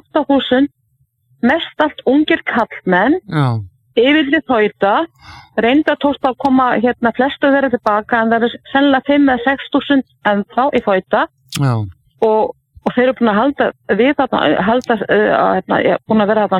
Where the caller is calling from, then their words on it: Torrevieja, Valencian Community, Spain; Torri Veka.